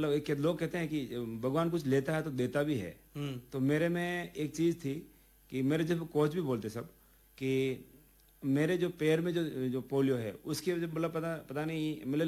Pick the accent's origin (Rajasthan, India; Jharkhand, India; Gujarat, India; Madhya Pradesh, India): Rajasthan, India; Rajsamand; मैं राजसमंद का निवासी हूँ